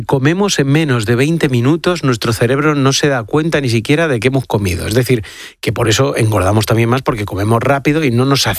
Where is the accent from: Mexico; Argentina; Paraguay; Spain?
Spain; Los españoles somos los europeos que menos tiempo dedicamos a comer durante nuestra jornada laboral.